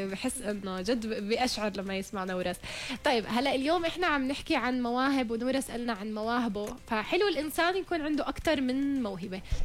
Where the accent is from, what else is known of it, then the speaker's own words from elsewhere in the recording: Jordan; هو في اكثر من نادي عندنا في الاردن